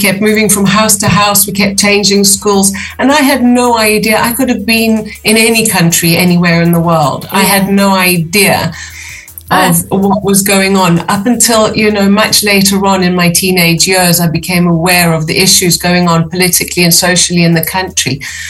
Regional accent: Durban, KwaZulu-Natal, South Africa; now in East Midlands, United Kingdom; I was raised in Durban in South Africa, and I was the middle child of six.

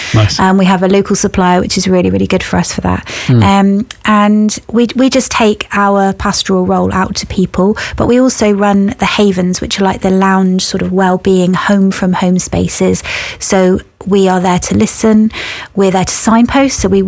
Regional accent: Plymouth, South West England, United Kingdom; born there; And I was born in Plymouth, but my dad's Cornish, so I am totally impartial.

